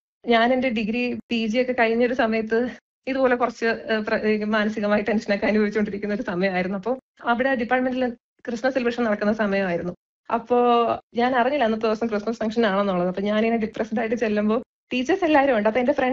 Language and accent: Malayalam; Thiruvananthapuram, Kerala, India; ഞാൻ തിരുവനന്തപുരം സ്വദേശിനിയാണ്.